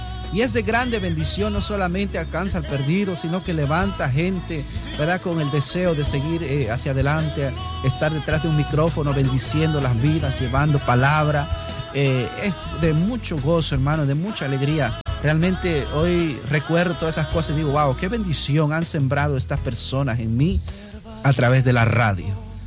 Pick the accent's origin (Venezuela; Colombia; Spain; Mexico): Mexico; Chiapas; moved away; Originariamente yo soy de México, en el estado de Chiapas